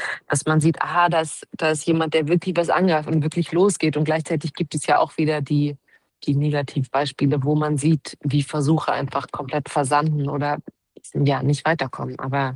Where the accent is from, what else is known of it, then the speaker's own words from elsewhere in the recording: Leipzig, Saxony, Germany; Naja, also ich komme aus Leipzig. Da sind ja jetzt Wahlen im September.